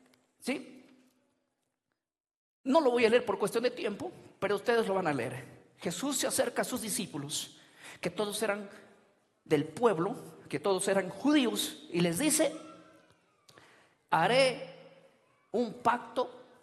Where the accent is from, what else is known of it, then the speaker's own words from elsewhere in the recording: Peru; yo, siendo peruano